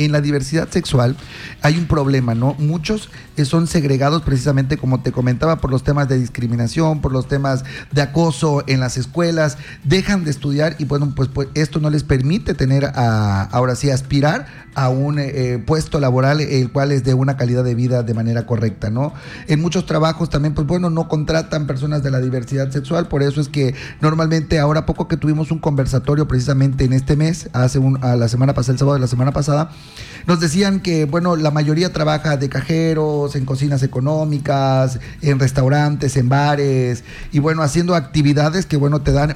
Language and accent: Spanish; Mexico; como mexicanos, como ciudadanos y como seres humanos.